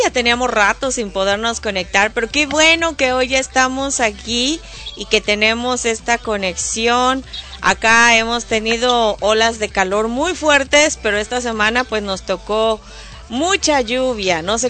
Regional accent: Mexico; now in United States; yo soy mexicana, pero radico en este sí. país.

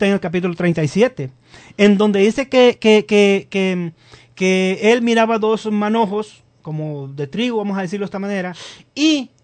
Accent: Honduras; Yo tengo la responsabilidad por mi país, Honduras.

